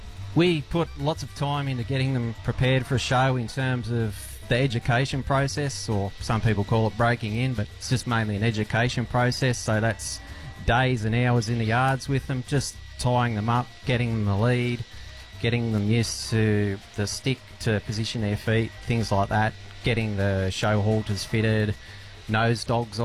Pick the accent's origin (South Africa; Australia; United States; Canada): Australia; Wingham, New South Wales; we're from the Manning Valley near Wingham. Actually, just a little bit north of Wingham, but we'll just say Wingham.